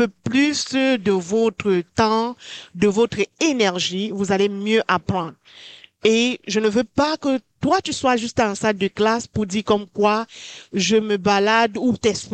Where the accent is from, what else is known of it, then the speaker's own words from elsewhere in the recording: Cameroon; now in Thompson, Canada; Je suis camerounaise d'origine.